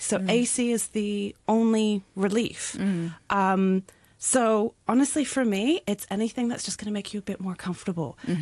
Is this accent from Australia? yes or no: yes; Australia; now in Hong Kong; I grew up in Australia.